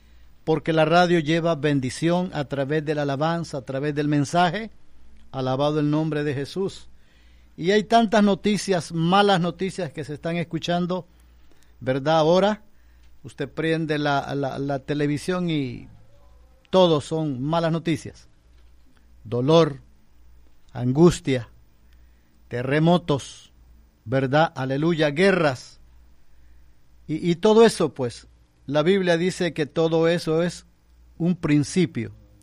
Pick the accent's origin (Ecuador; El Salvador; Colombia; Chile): El Salvador; Jocoaitique, Morazán; Jocuaití, que Dios pueda bendecir la gente de mi pueblo. Jocuaití